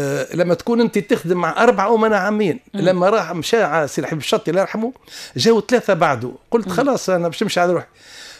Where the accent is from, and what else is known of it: Tunisia